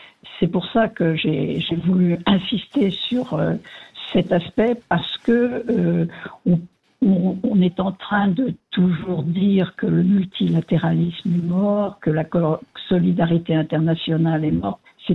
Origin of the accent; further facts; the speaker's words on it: France; now in Rome, Italy; Je suis française, je vis à Rome, et j'ai vécu à Paris, j'ai vécu dans d'autres capitales du monde.